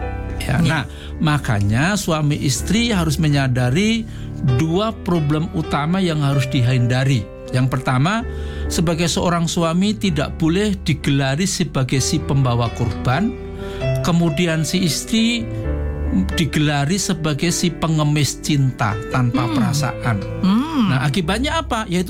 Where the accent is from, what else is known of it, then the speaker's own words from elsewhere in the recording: Java, Indonesia; Ya, seperti saya dengan Ibu Oli, saya Jawa, Ibu Oli itu orang Ambon.